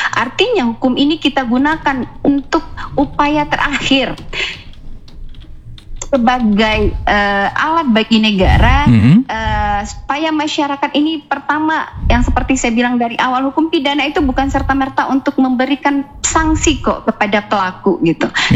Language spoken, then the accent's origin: Indonesian; Padang, West Sumatra, Indonesia; saya orang Padang, itu memang masyarakat Minang itu adalah masyarakat yang penuh dengan adat